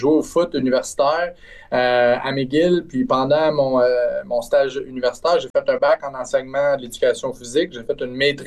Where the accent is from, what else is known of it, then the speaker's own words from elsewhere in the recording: Trois-Rivières, Quebec, Canada; moi, tu sais, je viens de Trois-Rivières, ma